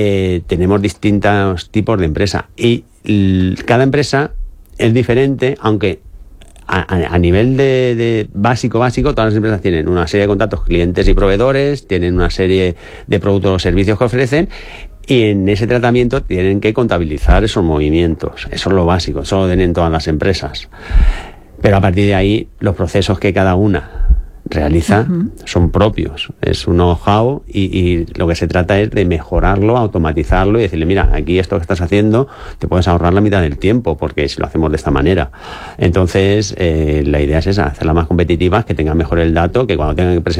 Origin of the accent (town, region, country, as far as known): Aspe, Valencian Community, Spain